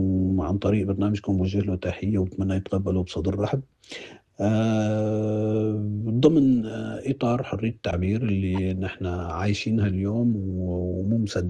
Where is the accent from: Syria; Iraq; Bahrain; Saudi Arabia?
Syria; نعبر كسوريين